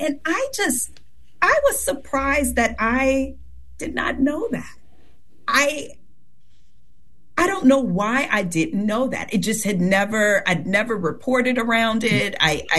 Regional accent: Fayetteville, North Carolina, United States; I'm from North Carolina. I'm really glad to be with you all. I'm a military brat, Army brat from Fayetteville

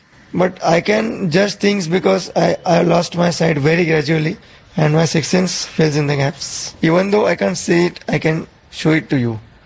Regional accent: Maharashtra, India; born there; I was born in Nandurbar district, about 400 kilometers from Mumbai.

